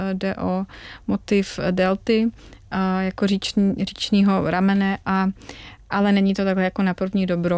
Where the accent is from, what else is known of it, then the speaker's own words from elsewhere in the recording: Slovakia; now in České Budějovice, Czechia; jsem ze Slovenska